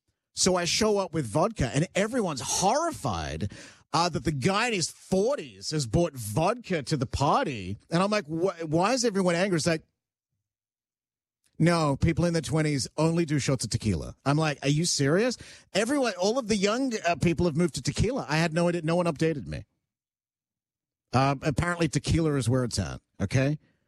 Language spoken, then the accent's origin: English; Canada; this is what I would like to do, is be able to build a website where we as Canadian consumers, when we hear this sort of news about what the U.S. is banning